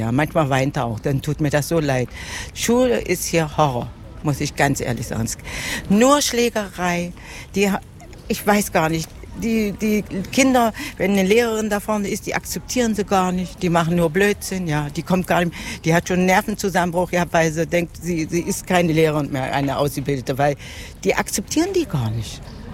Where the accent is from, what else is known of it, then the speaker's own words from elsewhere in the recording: Halberstadt, Saxony-Anhalt, Germany; born there; Also ich bin ja in Halberstadt geboren.